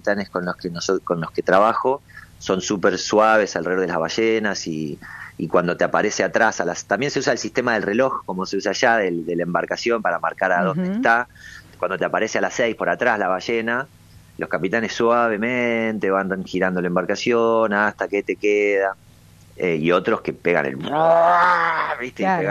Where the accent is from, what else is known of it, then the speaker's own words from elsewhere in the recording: Patagonia, Argentina; moved away; Cuando digo que soy de la Patagonia